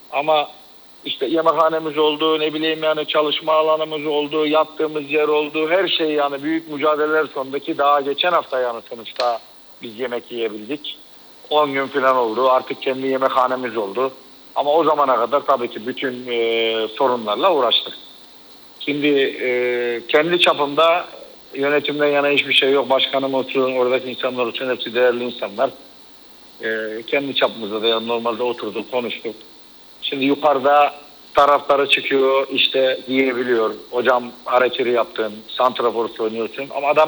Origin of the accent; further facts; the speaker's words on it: Mersin, Turkey; bir Mersinli olarak